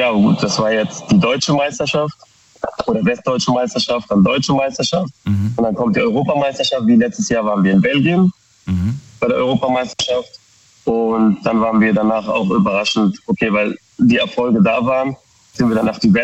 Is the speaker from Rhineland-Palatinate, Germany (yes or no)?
yes; Koblenz, Rhineland-Palatinate, Germany; Ja, aktuell bin ich auf der Rückfahrt von Pforzheim und wir kommen aus Koblenz.